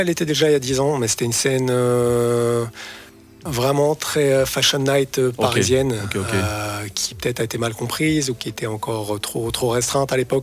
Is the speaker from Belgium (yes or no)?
yes; Wallonia, Belgium